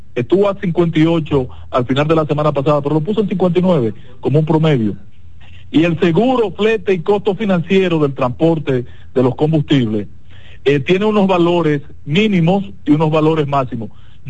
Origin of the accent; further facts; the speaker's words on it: Dominican Republic; Luis nos pidió a los dominicanos